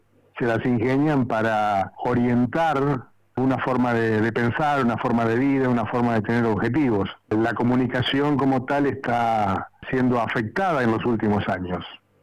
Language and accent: Spanish; Tres Lomas, Buenos Aires Province, Argentina; now in Buenos Aires, Argentina; Yo soy de un pueblo muy chiquito, se llama Tres Lomas, está en el sudoeste de la provincia de Buenos Aires.